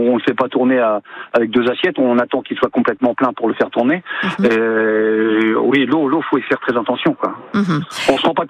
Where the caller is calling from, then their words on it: France; moi, j'habite sur Monteville